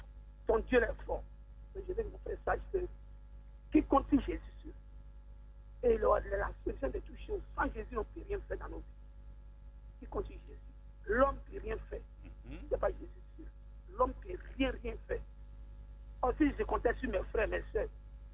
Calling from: Dabou, Lagunes, Côte d’Ivoire; Je vous appelle de Petit Bayen.

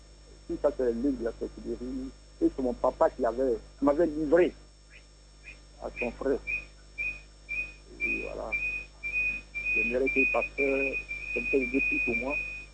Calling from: Memni, Côte d’Ivoire; J'appelle de Memini.

